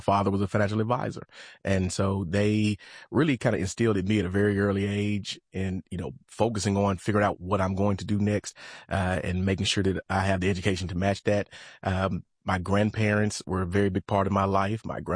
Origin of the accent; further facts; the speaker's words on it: Memphis, Tennessee, United States; now in Chattanooga, United States; Born and raised Memphis, Tennessee.